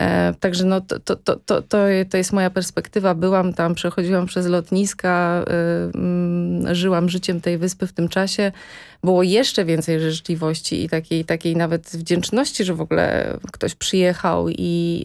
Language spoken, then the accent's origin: Polish; Warsaw, Masovian Voivodeship, Poland; u nas w Polsce, u nas w Warszawie.